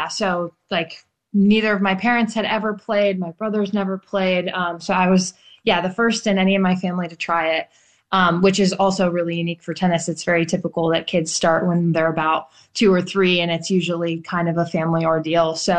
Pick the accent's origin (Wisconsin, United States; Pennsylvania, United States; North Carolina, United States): Wisconsin, United States; Whitewater; So there are two community tennis courts in my hometown of Whitewater, Wisconsin